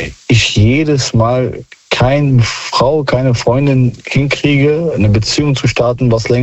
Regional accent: Bonn, North Rhine-Westphalia, Germany; Aus Bonn.

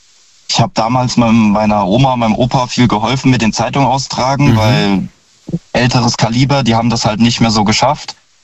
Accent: Hinzweiler, Rhineland-Palatinate, Germany; Und mein anderes Familienritual, was wir bis vor kurzem gepflegt haben, tatsächlich, war bei uns in Hinzweiler, da gibt's die Grillstation.

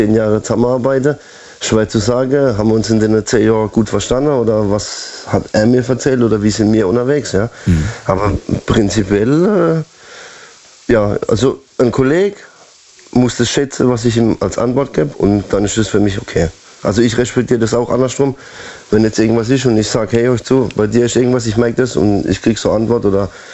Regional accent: Karlsruhe, Baden-Württemberg, Germany; Hi, ich bin von Karlsruhe.

